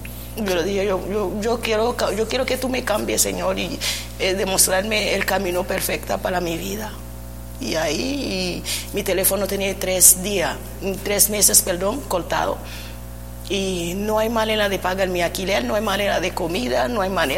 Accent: Venezuela; now in Martinique; Y mi madre vive en la isla, salí de Venezuela, vive en Martinica.

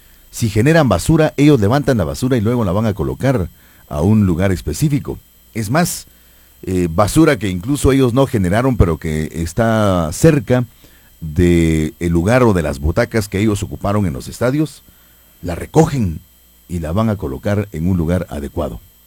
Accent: San Pedro Sacatepéquez, San Marcos, Guatemala; Si como sanpedranos, y vamos todavía mucho más allá, si como guatemaltecos

